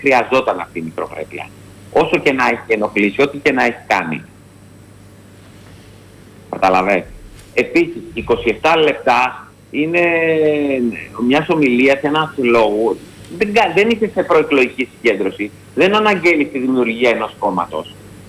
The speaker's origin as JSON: {"language": "Greek", "region": "Central Greece", "country": "Greece", "said": "Εδώ στα μέρη μου, στην Εύβοια, έκανε την ανάβαση της Κίμης."}